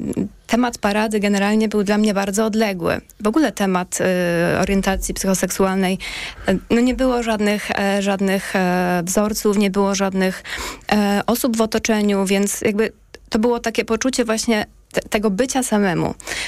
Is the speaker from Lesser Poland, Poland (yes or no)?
yes; Lesser Poland, Poland; moved away; ja pochodzę z bardzo małego miasteczka na południu Polski, no niestety dość homofobicznego